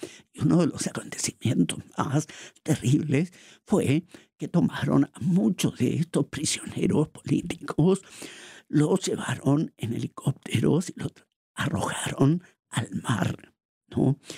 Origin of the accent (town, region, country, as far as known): Chile; now in Klagenfurt, Austria